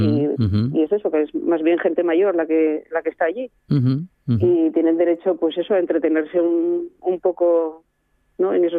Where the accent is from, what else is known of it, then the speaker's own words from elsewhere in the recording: Arriondas, Asturias, Spain; nosotros, por ejemplo, que somos de Arriondas